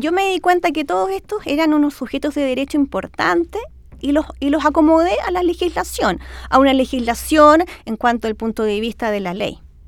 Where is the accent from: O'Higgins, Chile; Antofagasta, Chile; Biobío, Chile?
Biobío, Chile; Concepción; born there; moved away as an adult; now in Santiago, Chile; En Concepción, casi toda mi carrera la he ejercido acá en Santiago. O sea, en Concepción yo nací, me vine a los 23, me vine para acá. Así que soy muy santiaguina. Santiaguinizada total, pero mantengo mi